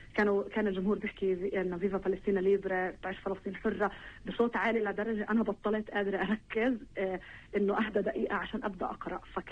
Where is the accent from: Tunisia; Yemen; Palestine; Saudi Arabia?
Palestine; أنا كنت المشاركة الوحيدة من فلسطين